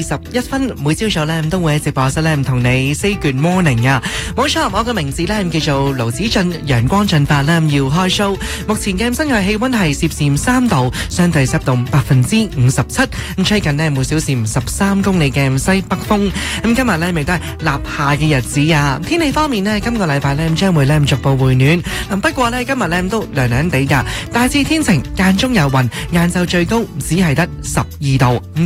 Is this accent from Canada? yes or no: yes; Canada; 我哋加拿大人